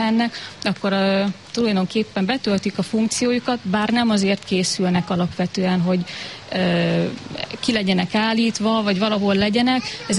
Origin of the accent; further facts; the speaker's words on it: Szolnok, Jász-Nagykun-Szolnok, Hungary; born there; az alföldi festészet képviselői mindenképpen hatottak rám, és én mindig azt mondom, hogy nem hiába születtem oda, ahova születtem.